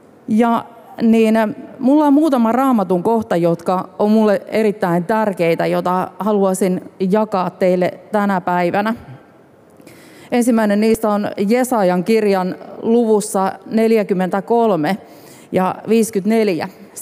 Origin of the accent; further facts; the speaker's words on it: Ostrobothnia, Finland; Mun matkani alkoi siis sillä lailla, että mä kasvoin ruotsinkielisellä Pohjanmaalla.